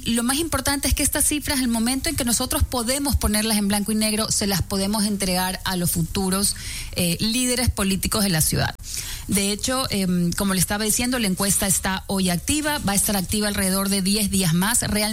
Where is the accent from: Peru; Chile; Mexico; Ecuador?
Ecuador; Guayaquil, Guayas; porque yo como buena guayaquileña soy súper orgullosa.